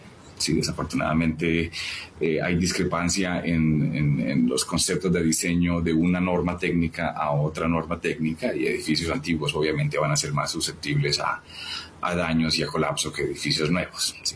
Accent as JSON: {"language": "Spanish", "country": "Colombia", "said": "pero como colombianos nos duele mucho lo que está pasando"}